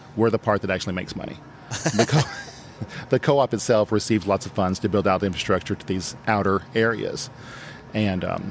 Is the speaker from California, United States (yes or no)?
no; New Mexico, United States; I am from eastern New Mexico.